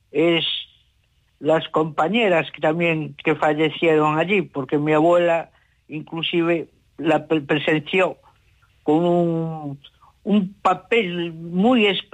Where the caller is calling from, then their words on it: Pontevedra, Galicia, Spain; Desde Pontevedra, capital.